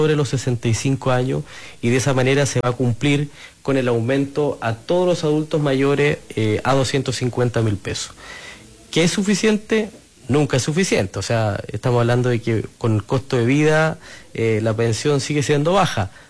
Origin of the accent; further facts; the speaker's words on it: Coyhaique, Aysén, Chile; todos nosotros quienes somos de Coyhaique, la región, conocemos muy bien el lugar